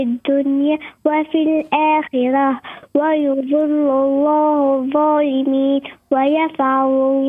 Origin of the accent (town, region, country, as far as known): Manouba, Tunisia